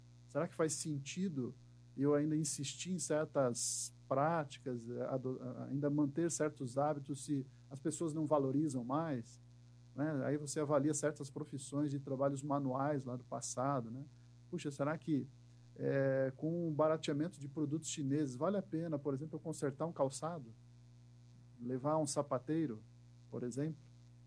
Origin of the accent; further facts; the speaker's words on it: Santa Catarina, Brazil; now in Paraná, Brazil; Em Santa Catarina, onde eu me criei quando criança, era Globo Rio.